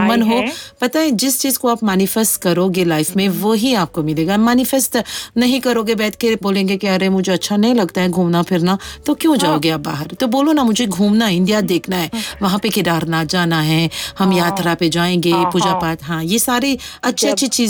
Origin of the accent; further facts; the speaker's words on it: Mauritius; मैं एक मॉरिशन हूँ और यहीं पर रहूंगी